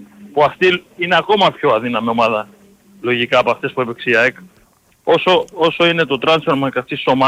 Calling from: Agioi Anargyroi, Attica, Greece; από Αγίους Αναργύρους

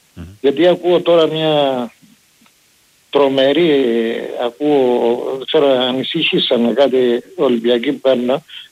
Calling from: Germany; είμαι από Γερμανία.

